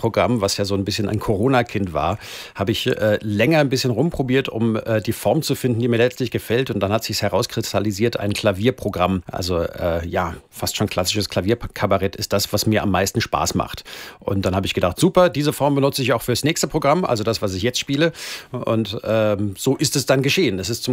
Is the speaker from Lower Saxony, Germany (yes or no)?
no; Frankfurt, Hesse, Germany; accent: Frankfurt dialect; meine Eltern sind beide in Frankfurt aufgewachsen, aber beide keine gebürtigen Frankfurter. Aber wir haben ihn gekonnt, unsere Lehrer haben so gesprochen, wir haben es auf der Straße gehört und so.